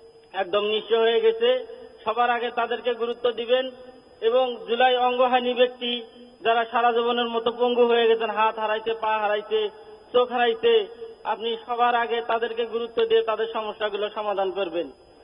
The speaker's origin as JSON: {"language": "Bangla", "region": "North Bengal", "country": "Bangladesh", "said": "আমি উত্তরবঙ্গের মানুষ, আমরা একটু সবসময় অবহেলিত এলাকার মানুষ"}